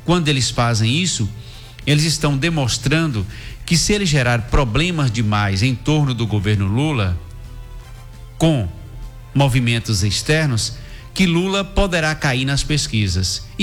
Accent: Brazil; nós que somos brasileiros

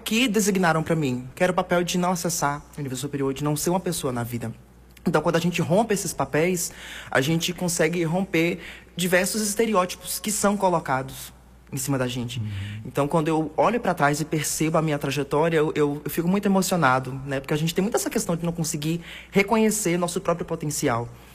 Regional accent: Bom Jesus da Lapa, Bahia, Brazil; moved away as an adult; now in Caetité, Brazil; eu sou natural de Bom Jesus da Lapa, sou da periferia da cidade

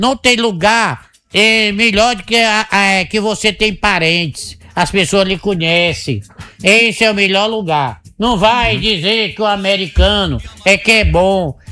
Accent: Northeast Brazil, Brazil; Eu sou do mato e com orgulho. Sou nordestino orgulhoso.

